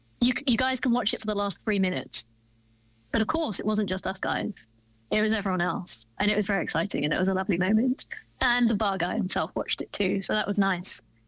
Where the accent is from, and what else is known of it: England, United Kingdom